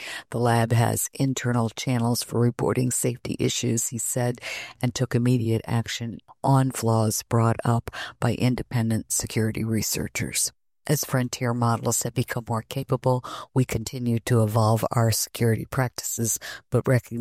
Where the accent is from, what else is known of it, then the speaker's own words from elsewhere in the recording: Kramatorsk, Donetsk Oblast, Ukraine; struck the residential block where I grew up in Kramatorsk, eastern Ukraine.